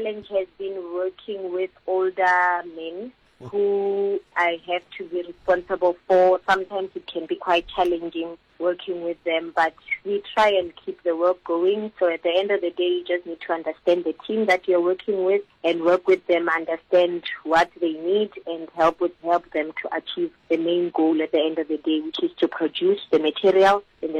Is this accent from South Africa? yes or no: yes; Polokwane, Limpopo, South Africa; I am originally from Polokwane in Limpopo